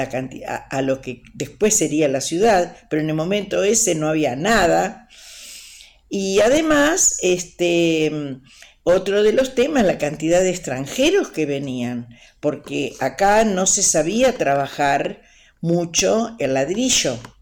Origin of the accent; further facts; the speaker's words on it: Uruguay; now in La Plata, Argentina; Soy uruguaya, hace muchos años que estoy viviendo acá en Argentina y bueno, lo considero mi país. Yo me vine muy jovencita a vivir donde, en Gonet, hoy estoy viviendo en la misma ciudad de La Plata.